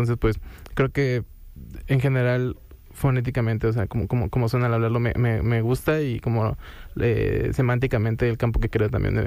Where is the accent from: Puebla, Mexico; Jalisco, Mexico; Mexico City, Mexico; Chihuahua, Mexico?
Mexico City, Mexico; Yo soy del oriente de la ciudad, casi el estado.